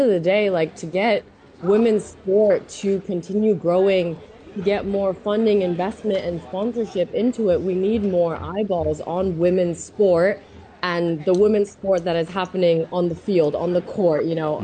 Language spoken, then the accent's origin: English; Shanghai, China; English is a second language; I grew up half Chinese in Shanghai. I compete for the German national team. I'm German Chinese.